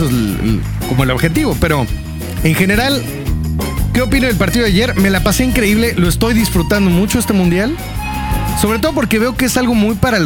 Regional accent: Mexico

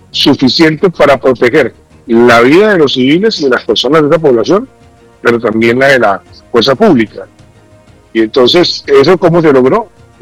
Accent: Colombia; lo que tenemos como colombianos

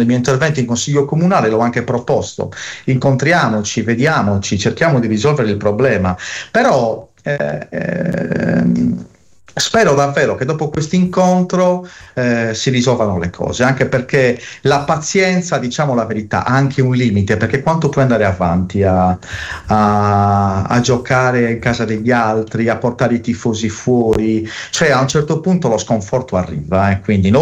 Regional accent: Sassari, Sardinia, Italy; Io sono sassarese, quindi sono tifoso della Torres.

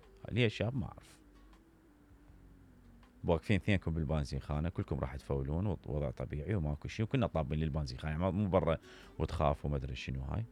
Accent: Iraq; في بلدنا جميل العراق

